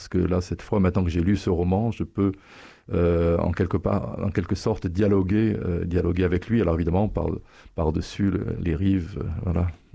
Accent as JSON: {"language": "French", "town": "Guéret", "region": "Nouvelle-Aquitaine", "country": "France", "tie": "born or raised there"}